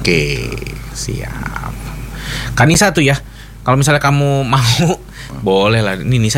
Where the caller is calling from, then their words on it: Banda Aceh, Aceh, Indonesia; Kebetulan saya dari Banda Aceh, pengurus Yayasan Anak Yatim.